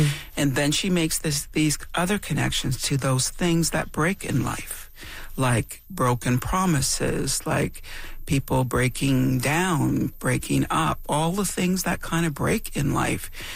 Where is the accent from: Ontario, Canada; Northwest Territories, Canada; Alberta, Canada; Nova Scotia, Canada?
Ontario, Canada; Temagami; When I grew up in Tomogamy, in Northern Ontario